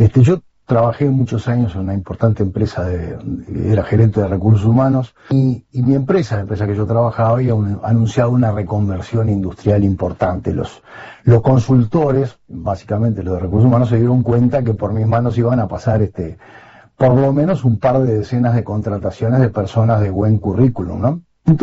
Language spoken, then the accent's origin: Spanish; Uruguay; me ofende a mí como uruguayo